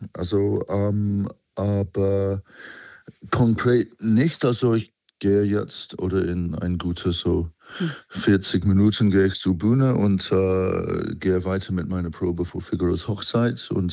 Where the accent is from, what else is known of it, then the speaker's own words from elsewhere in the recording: England, United Kingdom; German is a second language; moved away as an adult; now in Halle, Germany; Ich komme aus England, ich habe sehr viel in Deutschland gemacht, ich habe in sehr vielen verschiedenen anderen Ländern gearbeitet.